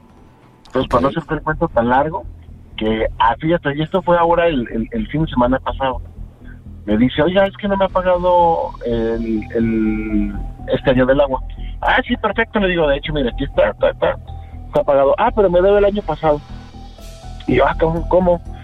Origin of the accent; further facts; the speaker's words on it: Torreón, Coahuila, Mexico; Sí, de Torreón, mi rey.